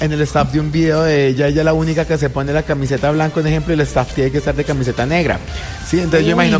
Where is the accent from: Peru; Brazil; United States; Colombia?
Colombia; nosotros como colombianos, me incluyo